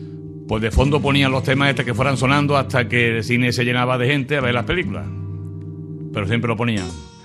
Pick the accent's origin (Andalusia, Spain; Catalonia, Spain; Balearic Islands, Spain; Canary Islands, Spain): Andalusia, Spain; Paradas; como estaba en el pueblo, mi pueblo natal, Paradas, Sevilla